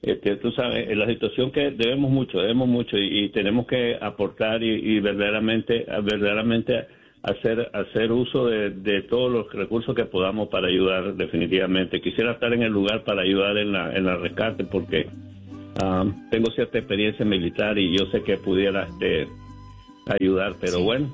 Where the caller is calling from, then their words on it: New York, United States; aquí en Nueva York